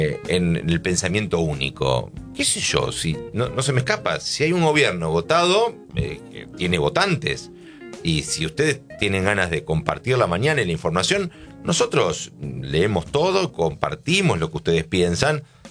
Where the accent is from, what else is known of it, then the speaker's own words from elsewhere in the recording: José de San Martín, Chubut, Argentina; born there; yo nací en José de San Martín Chubut, es un pueblo muy chico, un pueblo de primera, porque ponés segundo y salís del pueblo.